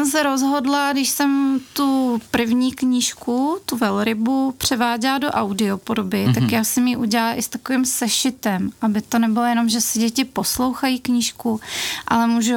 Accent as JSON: {"language": "Czech", "town": "Hradec Králové", "region": "Hradec Králové Region", "country": "Czechia", "tie": "born or raised there", "said": "Já jsem milovala lesy tady, ježdění na kole. Teď jsem teda v místě, kde ta krajina není rovná, takže se mi tam na kole jezdí hůř do kopce z kopce. A hlavně Hradec je úplně úžasný město architektonicky, takže mě vlastně rozmazlil."}